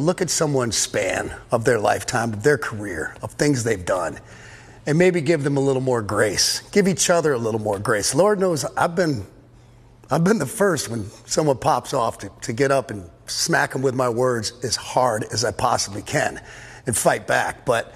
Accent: Dearborn, Michigan, United States; born there; Well, number one, I was born in Dearborn, Michigan.

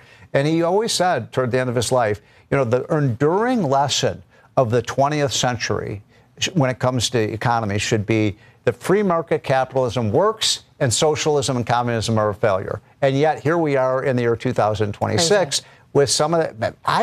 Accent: Chicago, Illinois, United States; I'm from Chicago. We've got a socialist mayor there.

